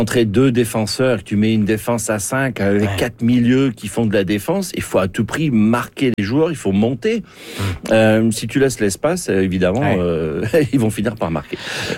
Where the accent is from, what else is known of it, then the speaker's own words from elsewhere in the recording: France; en tant que Français